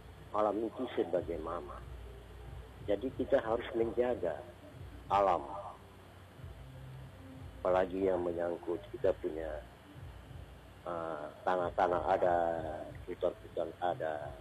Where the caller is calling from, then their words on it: Central Papua, Indonesia; kami di Yau